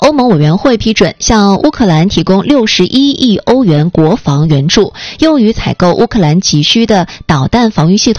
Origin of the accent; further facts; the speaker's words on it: Tonghua, Jilin, China; moved away; 也不是说我想为家乡，是我从小在那儿吃大嘛